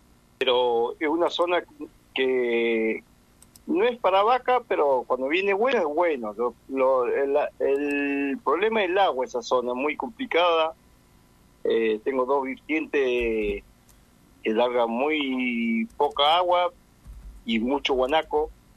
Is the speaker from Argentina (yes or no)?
yes; Cerro Cóndor, Chubut, Argentina; also born or lived in San Martín; soy criado en la zona de Cerro Cóndor, incluso ahí tengo un campito. Sí, me crié en el campo, nací criado en el campo, cuidando ovejas, chivas. Después me fui unos años a Río Gallego y volví de vuelta